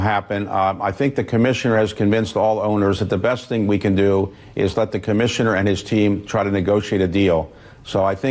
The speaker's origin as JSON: {"language": "English", "town": "Baltimore", "region": "Maryland", "country": "United States", "tie": "born or raised there", "said": "I would give my own story about why I became an owner of the Baltimore Orioles, my hometown baseball team."}